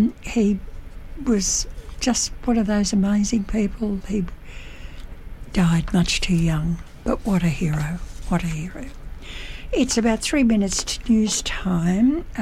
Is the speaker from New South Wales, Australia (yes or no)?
yes; Maxfield, New South Wales, Australia; I was raised in Maxfield, just up the road, northern New South Wales.